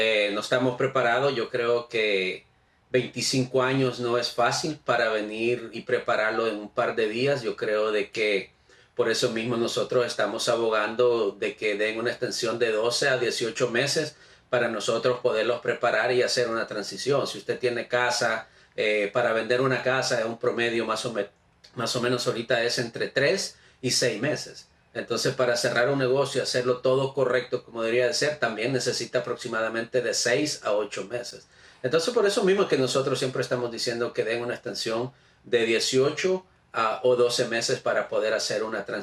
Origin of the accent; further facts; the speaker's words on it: El Salvador; now in Massachusetts, United States; como salvadoreño 25 años no le podemos llamar temporal cuando hemos construido una vida